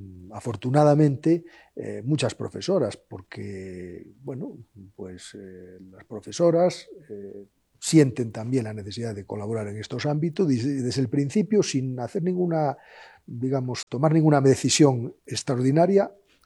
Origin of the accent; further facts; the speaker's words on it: A Coruña, Galicia, Spain; Salvador de Madariaga, que es un coruñés de mi tierra